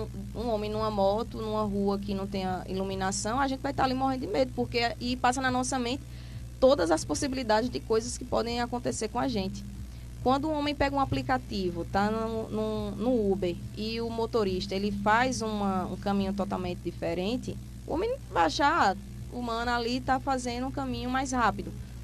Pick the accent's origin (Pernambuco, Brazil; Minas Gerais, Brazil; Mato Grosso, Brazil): Pernambuco, Brazil; Toritama; Eu sou filha de dois costureiros, Aninha e Missinha, venho aqui do Polo de Confecções, eu não venho de berço de ouro e nem de nenhuma família política. Eu venho da força das pessoas trabalhadoras aqui da nossa cidade.